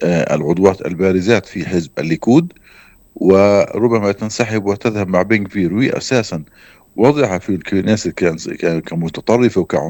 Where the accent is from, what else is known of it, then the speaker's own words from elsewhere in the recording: Palestine; إحنا كفلسطينيين